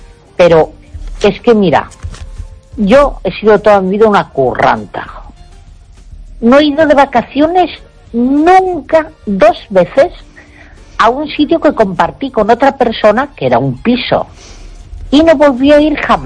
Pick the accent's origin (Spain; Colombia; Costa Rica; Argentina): Spain